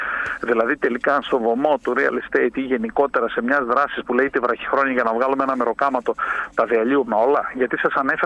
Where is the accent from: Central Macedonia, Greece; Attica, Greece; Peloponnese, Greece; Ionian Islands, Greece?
Central Macedonia, Greece; Θα τσίτ που λένε στο χωριό μου στη Χαλκιδική.